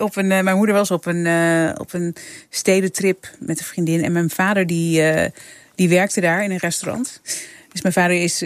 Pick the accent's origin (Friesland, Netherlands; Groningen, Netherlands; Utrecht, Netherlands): Friesland, Netherlands; Leeuwarden; Ja, nee, ik ben opgegroeid in Friesland. Eerst in een dorpje vlakbij Leeuwarden en daarna in Leeuwarden. Mijn moeder is Fries, dus ik ben wel opgegroeid met Fries om me heen.